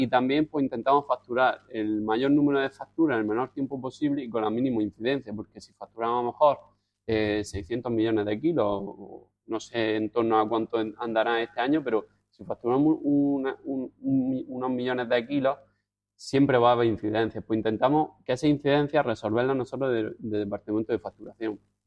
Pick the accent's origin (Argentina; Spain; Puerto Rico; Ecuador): Spain; Almería, Andalusia; Deportiva de Almería, y por mi tierra